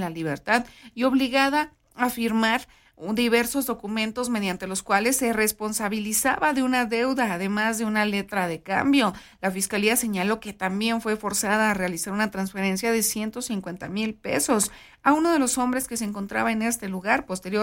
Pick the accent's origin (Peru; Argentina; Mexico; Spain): Mexico; somos mexicanos, traemos el nopal en la cara